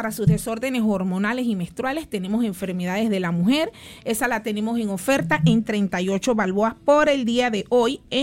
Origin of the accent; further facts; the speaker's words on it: Panama; como panameña idónea en lo que es la medicina natural